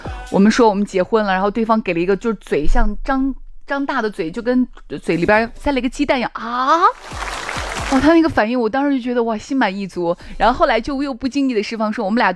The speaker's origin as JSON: {"language": "Chinese", "country": "Thailand", "said": "大家好，我是来自泰国的"}